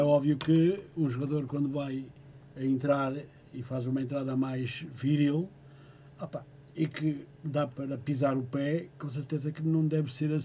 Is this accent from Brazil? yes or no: no; Fafe, Norte, Portugal; moved away as an adult; Ricardo, olha, eu sou fafense. Nasci em Fanf, depois emigrei, aos 17 anos.